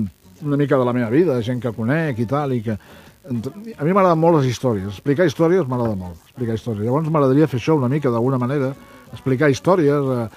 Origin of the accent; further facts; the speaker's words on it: Badalona, Catalonia, Spain; jo soc de Badalona, soc un badaloní, soc un BTV, que li diuen, un badaloní de tota la vida